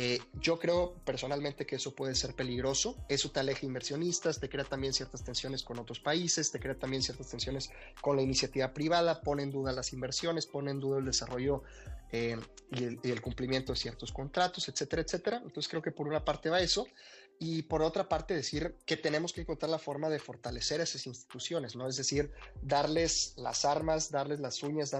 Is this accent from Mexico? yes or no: yes; Mexico